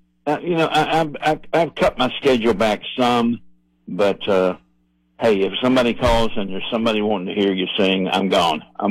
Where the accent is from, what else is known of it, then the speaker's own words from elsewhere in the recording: Tennessee, United States; Born and raised in Tennessee. Yes, I was.